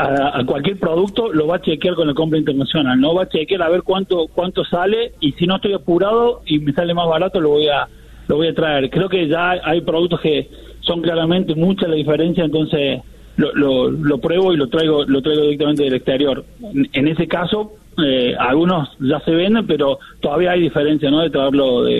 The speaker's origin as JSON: {"language": "Spanish", "town": "Oncativo", "region": "Córdoba", "country": "Argentina", "tie": "born or raised there", "said": "Sí, me crié en Oncativo, donde son los mejores salames"}